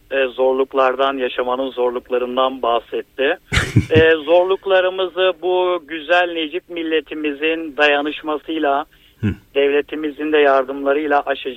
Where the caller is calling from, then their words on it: Antakya, Hatay, Turkey; Hatay, Antakya'dan arıyorum.